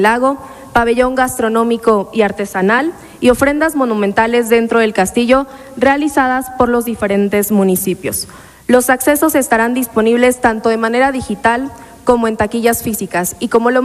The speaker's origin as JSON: {"language": "Spanish", "country": "Mexico", "said": "Es esa manera tan nuestra como mexicanos de recordar a quienes se fueron"}